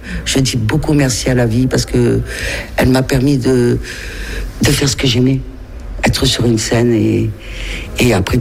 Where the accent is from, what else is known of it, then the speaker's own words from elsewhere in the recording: Montauban, Occitanie, France; born there; Je suis née en Montauban, rue de la Résistance, en plein centre-ville, là, juste à côté. Et mes parents sont venus s'établir à Montauban, il y a maintenant des années